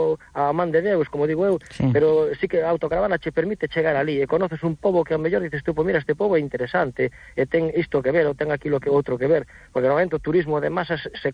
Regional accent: Redondela, Galicia, Spain; Eu son de Redondela, saímos hacia Mellora, hacia Porto Novo, Grove, saímos por zonas cercanas.

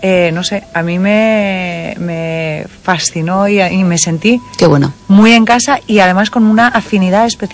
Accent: Cádiz, Andalusia, Spain; now in Vigo, Spain; yo soy de Cádiz, y Cádiz y Vigo tienen muchas cosas en común, mucho más de lo que la gente piensa. Son ciudades atlánticas, son ciudades de puerto, son ciudades con cierto misterio, son ciudades en las que hay una comunicación entre la gente muy especial.

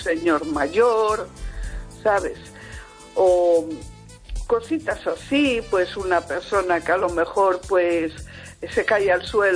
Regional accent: Vigo, Galicia, Spain

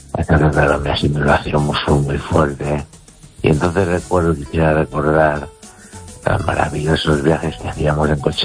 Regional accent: Galicia, Spain; Y mi pueblo está a unos 9 kilómetros o 8 de los Peares. Están en la altura de la montaña.

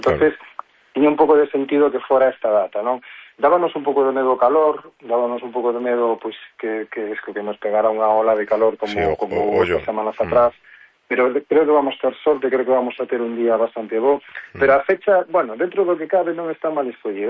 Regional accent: Corcubión, Galicia, Spain; Somos aquí, somos de Corcubión, pero claro, non coñecíamos nada o camiño.

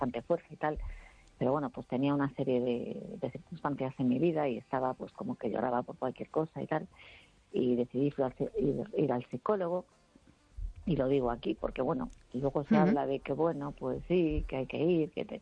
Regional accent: Ferrol, Galicia, Spain

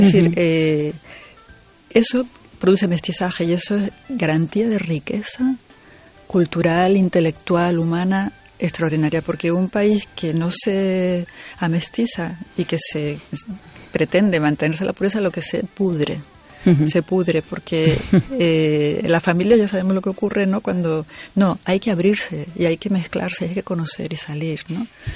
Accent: Canary Islands, Spain; Canarias, que es mi tierra

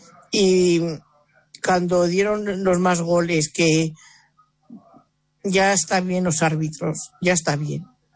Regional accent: Ourense, Galicia, Spain; de Orense y quiero dedicar una canción, la de … porque estoy muy contenta que ganó la selección española y también sé que también hay un jugador que también es gallego

